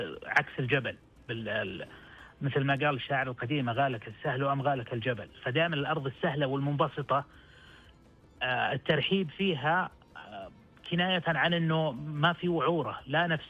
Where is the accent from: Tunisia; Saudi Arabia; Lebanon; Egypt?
Saudi Arabia; Al-Qassim; عندنا بالقصيم عبارة شبه اختفت الآن، يا هلا والله هم هلا.